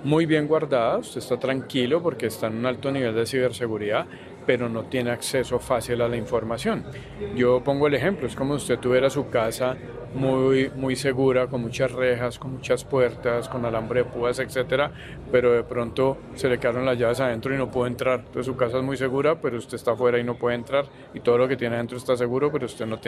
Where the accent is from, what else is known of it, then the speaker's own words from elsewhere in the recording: Colombia; como ciudadanos, como colombianos